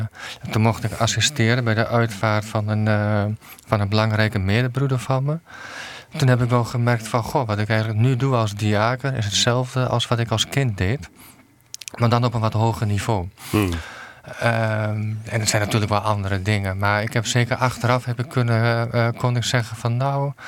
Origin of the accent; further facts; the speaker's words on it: Overijssel, Netherlands; Ik ben geboren en getogen in Twente. En dus mijn achternaam is ook een echt typisch Twentse naam.